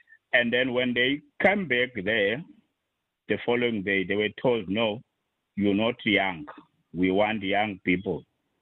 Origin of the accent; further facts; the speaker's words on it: Eastern Cape, South Africa; now in Cape Town, South Africa; In my hometown there in the Eastern Cape